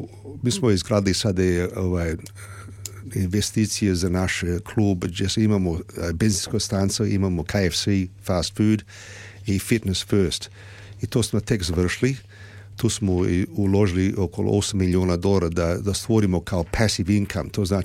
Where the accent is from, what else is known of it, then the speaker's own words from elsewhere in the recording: Sydney, New South Wales, Australia; kad sam ja kao dijete porastao u Sidneju, bili su male klubovi, kao Kennyville, Granville, Hoxton Park, Manor Vale.